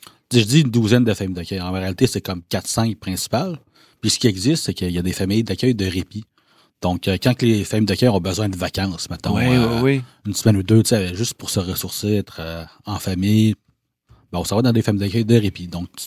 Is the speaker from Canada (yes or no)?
yes; Val-d'Or, Quebec, Canada; T'sais, moi, je viens de Val-d'Or. Fait que j'ai principalement grandi à Val-d'Or.